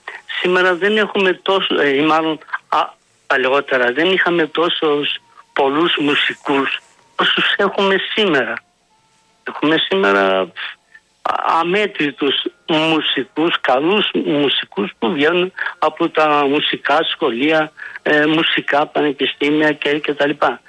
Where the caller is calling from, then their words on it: Greece; εμείς οι Έλληνες